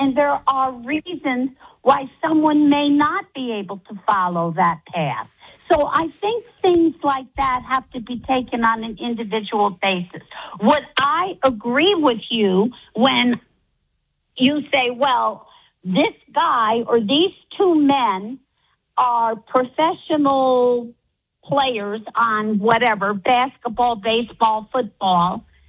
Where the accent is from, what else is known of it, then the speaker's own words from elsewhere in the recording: New York, United States; I grew up in New York, in New York State.